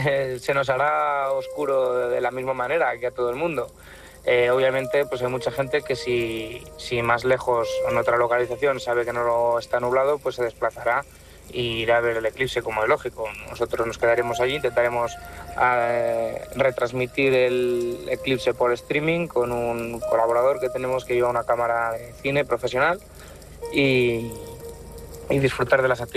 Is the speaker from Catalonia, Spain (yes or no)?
no; Autilla del Pino, Castile and León, Spain; soy de Autilla del Pino, en Palencia, a escasos 10 kilómetros de la capital palentina.